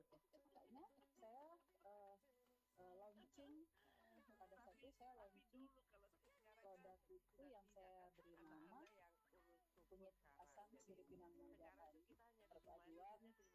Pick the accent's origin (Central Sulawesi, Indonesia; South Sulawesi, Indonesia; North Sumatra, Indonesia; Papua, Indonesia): Papua, Indonesia; Tapi saya lahir besar di Papua, di Jawa Buka.